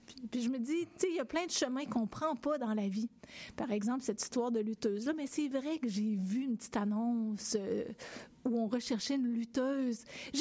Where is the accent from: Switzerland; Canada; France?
Canada; Black Lake, Quebec; Il y a mon enfance à Black Lake. Black Lake, c'était quand moi j'étais petite. C'est sûr que ça évolue un peu, mais quand moi j'étais petite, Black Lake, c'est une petite ville.